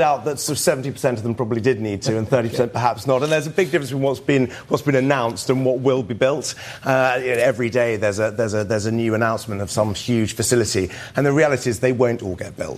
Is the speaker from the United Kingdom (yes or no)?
yes; South East England, United Kingdom; Well, yes, I'm from East Sussex as well.